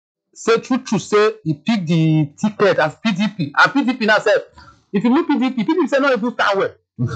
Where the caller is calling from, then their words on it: Ojo, Lagos, Nigeria; I'm calling you from Ojo.